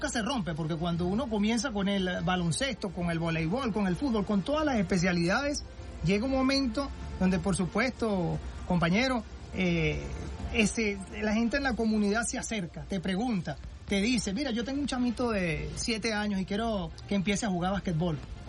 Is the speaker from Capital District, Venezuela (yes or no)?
yes; Caracas, Capital District, Venezuela; yo soy de allá, de esa parroquia, yo soy de La Quebradita, allá en San Martín